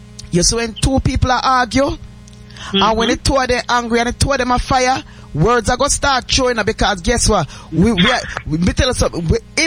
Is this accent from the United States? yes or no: no; Jamaica; Growing up in Jamaica